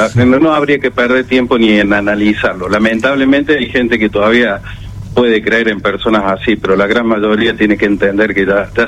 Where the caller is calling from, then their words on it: Argentina; como argentinos y amantes del fútbol